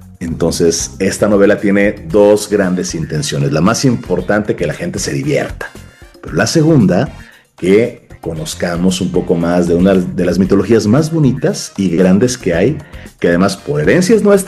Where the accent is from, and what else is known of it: Mexico